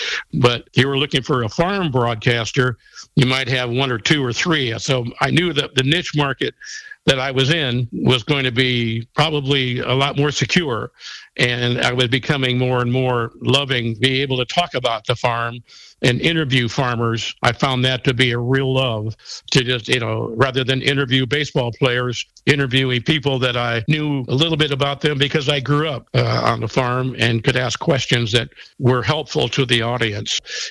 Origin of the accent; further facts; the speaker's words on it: Iowa, United States; Well, number one, it was back in my home state of Iowa.